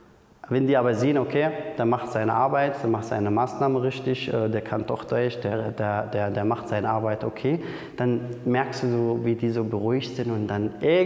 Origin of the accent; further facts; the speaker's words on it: Syria; German is a second language; now in Germany; Ich komme aus Syrien, ich bin 17. Ich bin hier wegen meiner Zukunft.